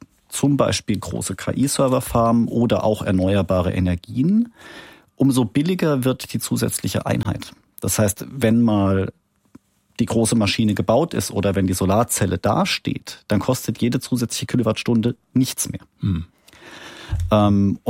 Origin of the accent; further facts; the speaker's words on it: Baden-Württemberg, Germany; wie sie da im Speckgürtel Stuttgart, wo ich herkomme, sich darstellt